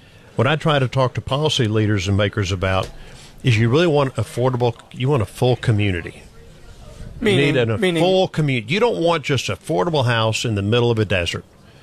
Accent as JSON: {"language": "English", "region": "Texas", "country": "United States", "said": "being a Texan"}